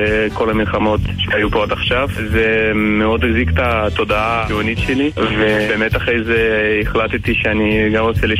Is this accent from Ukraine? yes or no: yes; Ukraine; now in Israel; אני עולה חדש מאוקראינה